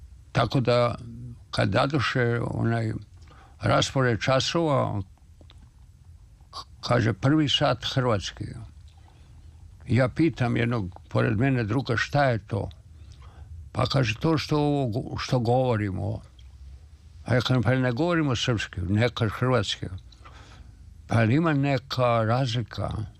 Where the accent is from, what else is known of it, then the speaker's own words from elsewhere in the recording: Senta, Vojvodina, Serbia; born there; za mene to bila Vojvodina, a ta zvezda Senta. Tako da tu sam započeo krijući od ovih da nisam ništa zapamtio, a imam dokumente da sam odatle.